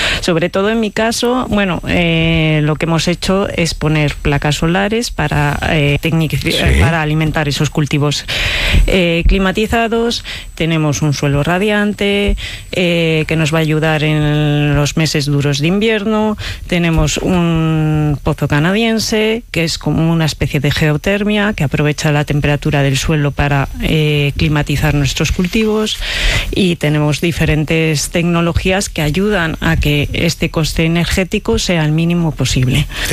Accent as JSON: {"language": "Spanish", "town": "Valladolid", "region": "Castile and León", "country": "Spain", "said": "Soy de Valladolid."}